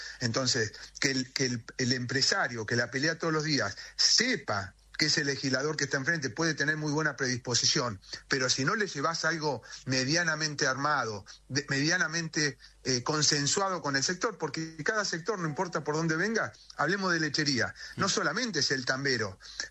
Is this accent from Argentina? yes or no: yes; La Pampa, Argentina; Yo vengo de La Pampa, vengo de una pyme de ganadería, de cría